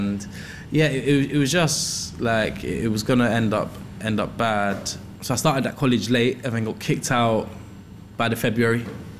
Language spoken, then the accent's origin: English; London, United Kingdom; to see how privileged you are to have been growing up in London.